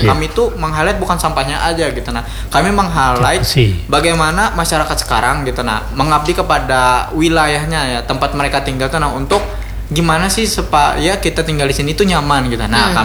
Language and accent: Indonesian; Banjarmasin, South Kalimantan, Indonesia; gimana sih kita orang Banjarmasin itu menuju yang hijau lah, go green gitu